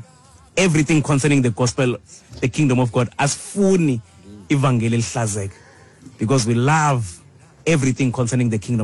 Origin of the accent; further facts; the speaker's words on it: South Africa; I'll say this as a South African